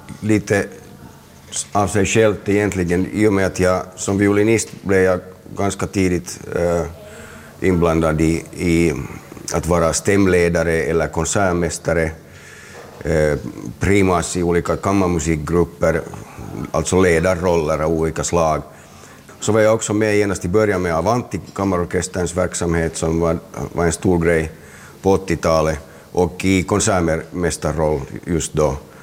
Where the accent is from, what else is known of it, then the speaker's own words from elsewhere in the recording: Helsinki, Uusimaa, Finland; jag är från Helsingfors, så jag känner mig definitivt hemma på Drumsö där jag fortfarande har en bostad och där jag har bott sedan jag var 1 år gammal.